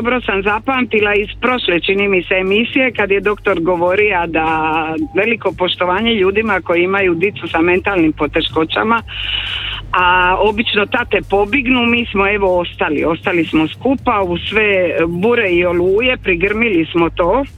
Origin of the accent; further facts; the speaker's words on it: Croatia; obukla sam hrvatski dres, jer sam došla iz Hrvatske.